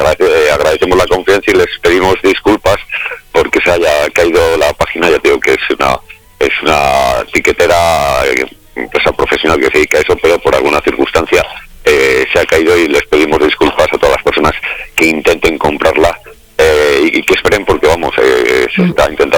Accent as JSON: {"language": "Spanish", "region": "Castile and León", "country": "Spain", "said": "porque somos castellanos y leoneses."}